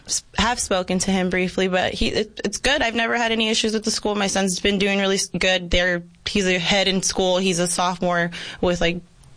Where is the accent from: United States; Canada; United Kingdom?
United States; Yuma, Arizona; Yes, born and raised here in Yuma, Arizona.